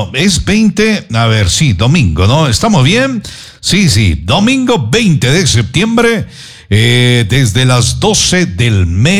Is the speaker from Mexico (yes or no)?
no; Ecuador; Y más si somos ecuatorianos.